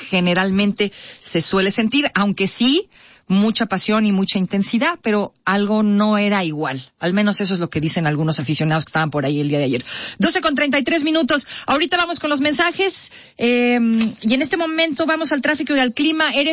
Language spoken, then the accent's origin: Spanish; Mexico; no di el ancho como aficionado al fútbol, lo di como mexicano. Se me hizo un nudo en la garganta durante el himno nacional, me emocioné al ver nuestra bandera